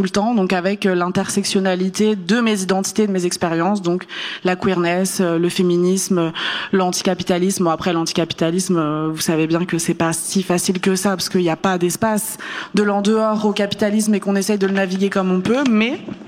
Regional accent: Kabylie, Algeria; je suis algérienne et que en fait j'ai du sang révolutionnaire. En plus je suis kabyle, donc moi je suis quadruplement colonisée

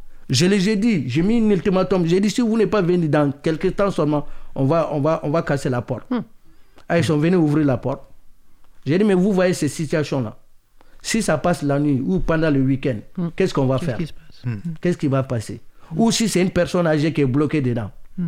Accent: Mali; Lui, il est montagnais, lui, il est sénégalais, moi, je suis malien.

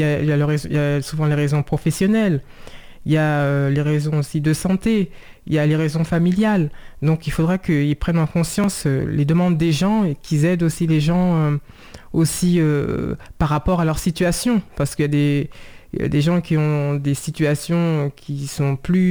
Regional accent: Saint-Cloud, Île-de-France, France; born there

